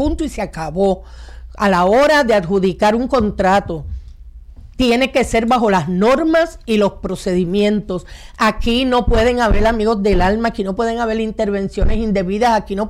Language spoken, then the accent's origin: Spanish; Juncos, Puerto Rico; Yo conozco a doña Blanca. Es de Caguas, yo soy de Juncos.